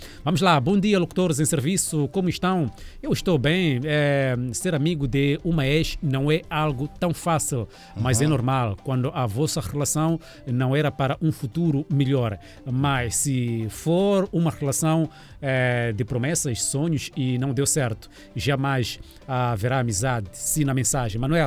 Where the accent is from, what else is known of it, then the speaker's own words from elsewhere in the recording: Sofala, Mozambique; now in Tete, Mozambique; sou de Sofala, só que estou aqui em Tete.